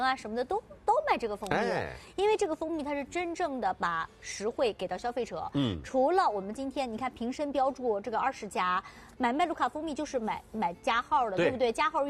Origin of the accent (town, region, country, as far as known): China